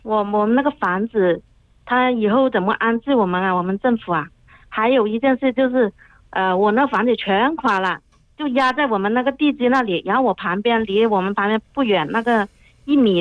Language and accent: Chinese; Jiangxi, China; moved away; 我老家在江西那边的。